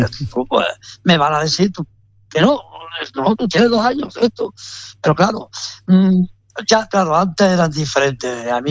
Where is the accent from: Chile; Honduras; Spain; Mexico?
Spain; Córdoba, Andalusia; por lo menos que me voy a retirarme de mi tierra, de mi Córdoba